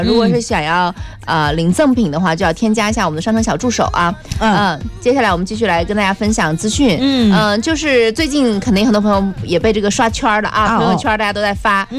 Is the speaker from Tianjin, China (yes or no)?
no; Fuzhou, Fujian, China; 我们以前小的时候春游秋游也都选在那个西湖公园嘛。